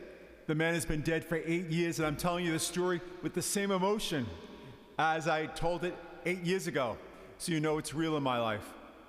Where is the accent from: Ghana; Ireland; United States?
Ireland; me being Irish